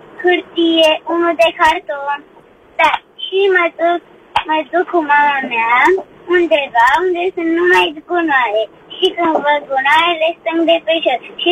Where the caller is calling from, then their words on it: Bucharest, Romania; din București, am 6 ani